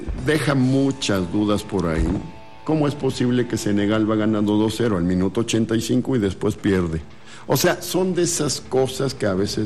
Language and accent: Spanish; Mexico; Pero somos mexicanos.